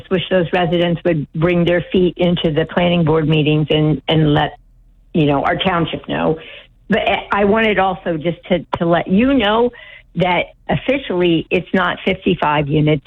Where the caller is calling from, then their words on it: New Jersey, United States; I live on Ivins Avenue.